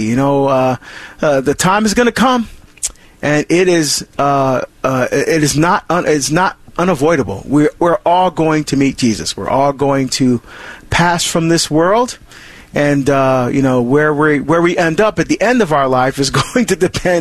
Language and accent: English; Barbados; Well, yeah, Calypso, you know, because we're from Barbados.